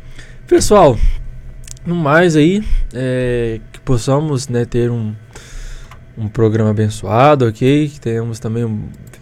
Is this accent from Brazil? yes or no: yes; Cachoeiro de Itapemirim, Espírito Santo, Brazil; moved away; Cachoeiro de Itapemirim, a minha terra